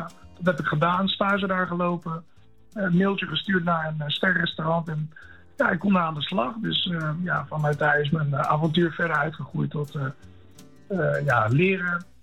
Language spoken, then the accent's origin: Dutch; Netherlands; accent: Westlands; Wij doen gewoon efficiënt, Dutch efficiency.